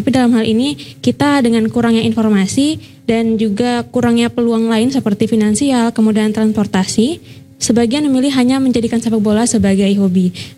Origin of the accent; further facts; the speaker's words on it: East Nusa Tenggara, Indonesia; asal saya dari Nusa Tenggara Timur, yang mana kita dari kecil sudah terbiasa main di sekitar laut.